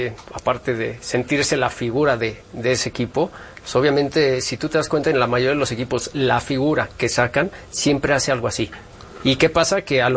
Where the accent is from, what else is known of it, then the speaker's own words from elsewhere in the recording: Catalonia, Spain; Sí, sí. Somos catalanes.